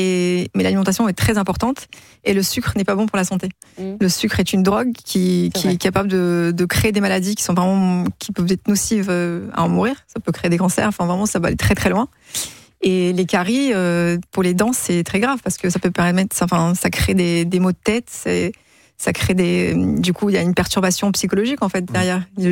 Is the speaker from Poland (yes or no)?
yes; Poland; je suis née en Pologne, donc dans les écoles en Pologne, il y a des dentistes qui viennent quand on est petit en primaire